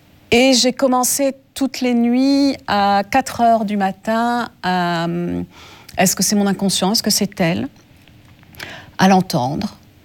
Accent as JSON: {"language": "French", "country": "France", "accent": "French", "said": "on a remarqué mon accent français."}